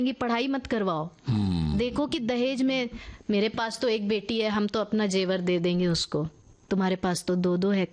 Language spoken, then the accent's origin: Hindi; Bihar, India; और हम बिहार से हैं, ये मेरे माँ बाप का बड़प्पन है कि उन्होंने सिर्फ दो बेटियां पैदा की